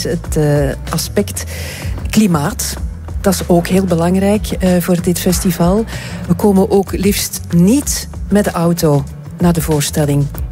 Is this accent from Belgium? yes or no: yes; Antwerp, Flanders, Belgium; Ik kan bijvoorbeeld als Antwerpenaar de waterbus nemen.